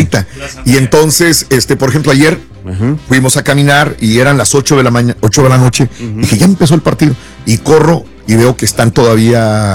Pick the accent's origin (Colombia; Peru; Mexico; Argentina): Mexico; Los mexicanos le llamamos chirimoya.